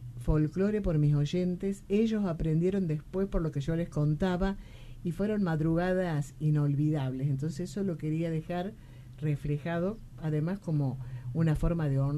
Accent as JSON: {"language": "Spanish", "region": "Tucumán", "country": "Argentina", "said": "Así que, y bueno, pero porque somos tucumanos, ¿o no?"}